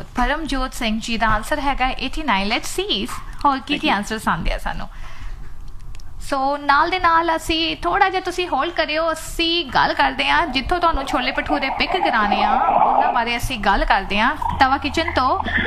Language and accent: Punjabi; Amritsar, Punjab, India; ਮੈਂ ਵੀ ਅੰਮ੍ਰਿਤਸਰ ਤੋਂ ਆ